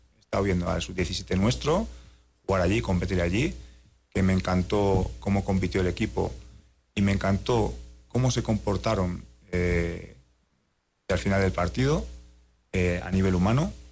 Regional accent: León, Castile and León, Spain; now in Galicia, Spain; yo soy de León, pero bueno, vivo en Galicia, allí en España.

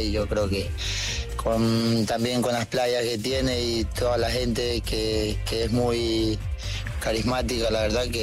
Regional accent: Esmeraldas, Ecuador; Pues es una tierra muy, muy pequeña, la verdad, es una ciudad muy pequeña, donde hay gente que trabaja pues mucho, la verdad, con un sueldo mínimo, que se levanta desde temprano.

